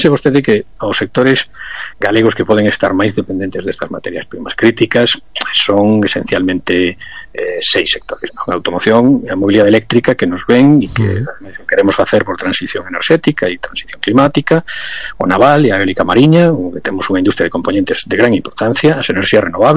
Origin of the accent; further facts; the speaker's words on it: Galicia, Spain; tamén unha responsabilidade como europeos que somos, españoles que somos e galegos que somos